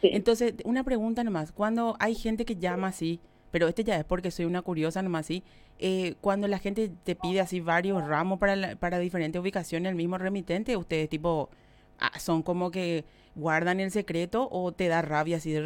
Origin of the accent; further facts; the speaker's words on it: Caazapá, Paraguay; Bien, yo soy de Cazapá. ¿Ustedes pueden enviar hasta acá?